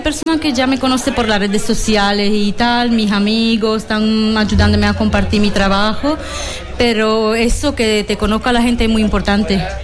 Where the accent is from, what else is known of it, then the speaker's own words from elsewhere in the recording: Romania; now in Constantina, Spain; Soy de Rumanía, pero llevo ya en Constantina 20 años.